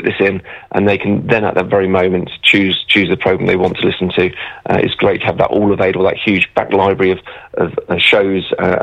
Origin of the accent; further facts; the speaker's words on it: London, United Kingdom; moved away as an adult; now in Bournemouth, Christchurch and Poole, United Kingdom; I'm a Londoner, so I've only been here since 2017